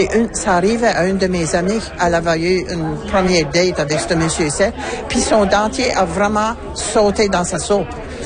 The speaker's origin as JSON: {"language": "French", "region": "Nova Scotia", "country": "Canada", "said": "Ben, moi, je viens de la Baie-Sainte-Marie."}